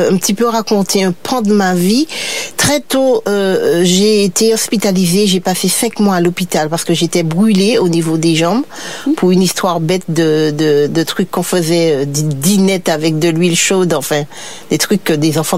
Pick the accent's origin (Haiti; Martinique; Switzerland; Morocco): Martinique; Rivière-Salée; Alors, j'ai grandi dans une famille de 9 enfants. Ma mère a quand même perdu 2 garçons très tôt. Donc, nous étions 7. On a grandi... Pour ma part, j'ai grandi à Rivière-Sal